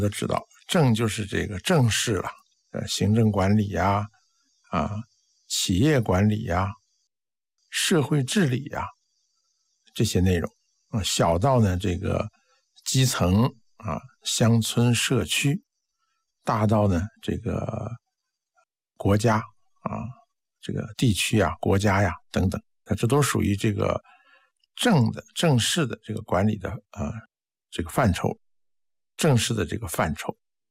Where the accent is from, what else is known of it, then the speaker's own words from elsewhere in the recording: China; 我们中国人